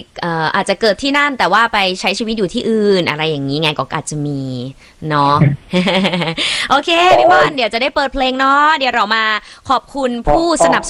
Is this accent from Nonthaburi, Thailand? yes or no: no; Chiang Mai, Thailand; เชียงใหม่เจ้าเออ